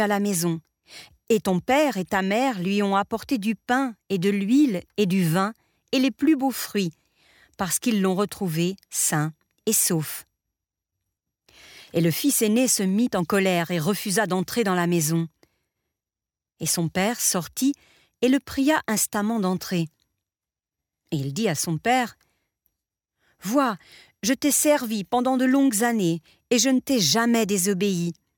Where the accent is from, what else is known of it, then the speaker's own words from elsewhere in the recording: Spain; Je ne suis pas allée dans une école de jésuites, mais j'ai grandi en Espagne, aussi un pays très ancré dans le catholicisme.